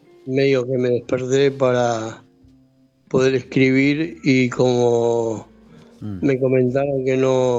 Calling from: Buenos Aires, Argentina; de Núñez.

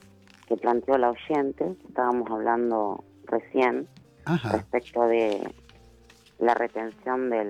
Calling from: Lomas de Zamora, Buenos Aires Province, Argentina; de Lomas de Zamora.

